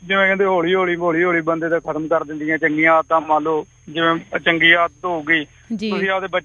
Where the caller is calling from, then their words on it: Firozpur district, Punjab, India; madam ਅਸੀਂ ਫਿਰੋਜ਼ਪੁਰ ਤੋਂ ਸਾਡਾ ਪਿੰਡ ਜ਼ਿਲ੍ਹਾ ਸਾਡਾ ਫਿਰੋਜ਼ਪੁਰ ਹੈ ਜੀ ਪਿੰਡ ਸਾਡਾ ਸ਼ੇਰਪੁਰ ਤਖਤੂ ਵਾਲਾ ਤੇ ਬੋਲਦੇ ਹਾਂ